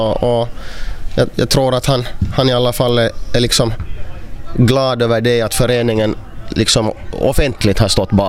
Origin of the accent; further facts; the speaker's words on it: Ostrobothnia, Finland; på basen av min finlandssvenska bakgrund